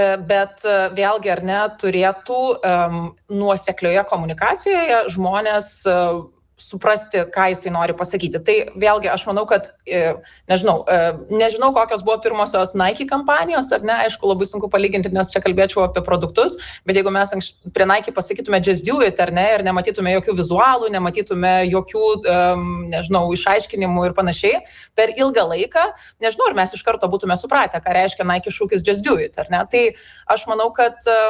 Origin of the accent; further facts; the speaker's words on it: Vilnius, Vilnius County, Lithuania; jeigu mes vilniečiai